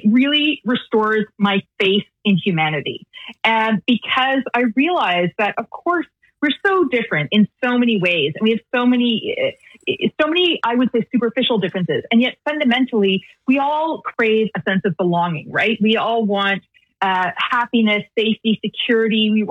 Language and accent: English; Canada; you know, I grew up in Canada. I speak Icelandic with an accent and I make mistakes.